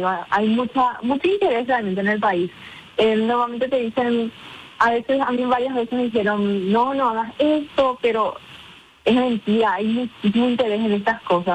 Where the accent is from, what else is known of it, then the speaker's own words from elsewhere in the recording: Asunción, Paraguay; Sí, de Asunción.